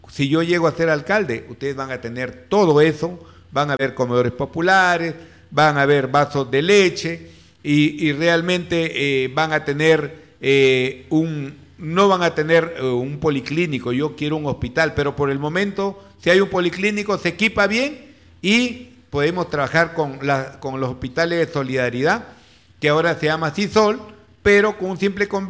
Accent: Olmos, Lambayeque, Peru; mi pueblo de Olmos, especialmente las zonas rurales y la ciudad.

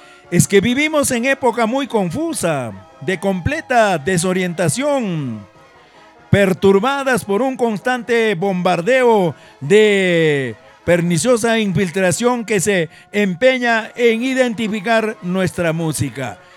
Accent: Ancash, Peru; nuestra región ancashina

